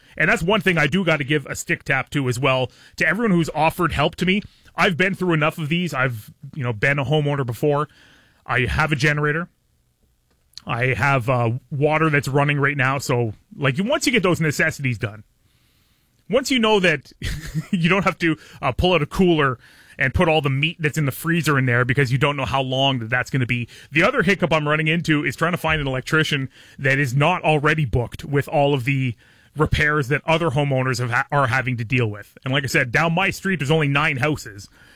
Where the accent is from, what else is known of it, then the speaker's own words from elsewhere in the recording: Ontario, Canada; I've been back here in this area for 6 years now, and I grew up in Puce or in Bell River.